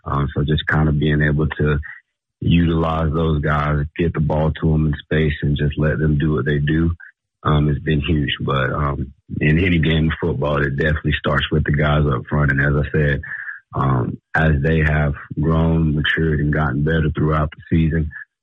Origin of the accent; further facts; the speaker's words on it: Georgia, United States; now in Nevada, United States; I mean, I'm from Georgia myself, and it's, you know, more of a football hotspot than the Nevada area is.